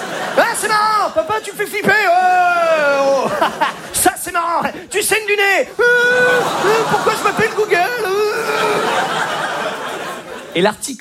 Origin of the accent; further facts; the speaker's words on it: Normandy, France; moved away; Moi, à la base, je viens de Normandie.